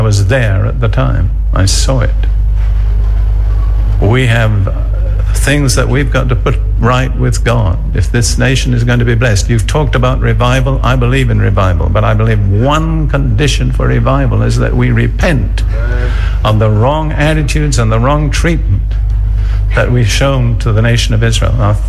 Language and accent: English; United Kingdom; Now, I am as British as anybody here. There's no one here more British than I am.